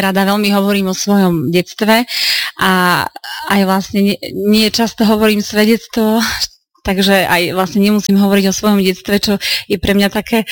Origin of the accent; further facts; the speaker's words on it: eastern Slovakia, Slovakia; born there; Pochádzam z východného Slovenska, kde som vlastne žila a pochádzam z takého tradičného prostredia